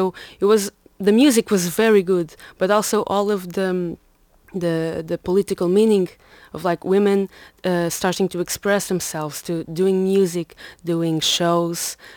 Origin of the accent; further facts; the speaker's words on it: Olhalvo, Lisbon, Portugal; English is a second language; Olhalvo, in Alenquer, next to Lisboa.